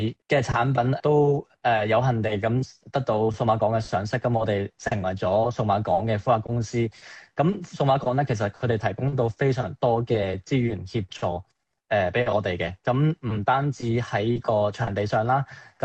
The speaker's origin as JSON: {"language": "Cantonese", "country": "Hong Kong", "tie": "born or raised there", "also_born_or_lived": "United Kingdom", "moved": "as an adult", "said": "其實我由細到大都係香港度成長嘅，即係小學、中學去到大學就去咗英國讀書。咁海歸翻嚟香港"}